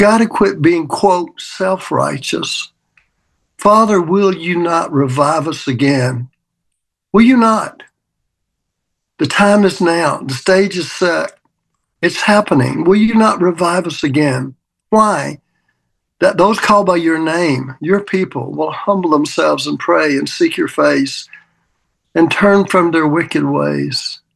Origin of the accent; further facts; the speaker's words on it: Mississippi, United States; I grew up in the Mississippi in the era of total racism, fought it as even a young teenager.